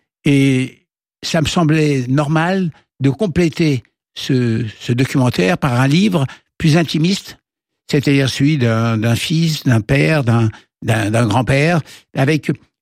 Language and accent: French; France; C'est l'envie d'être français. Je suis français.